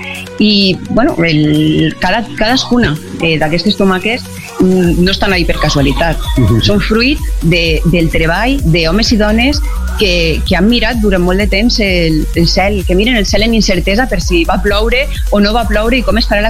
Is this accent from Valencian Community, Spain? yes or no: yes; Rafelguaraf, Valencian Community, Spain; és posar en valor també el que som, uh-huh, els valencians i les valencianes, i el que som les persones de Rafelguara.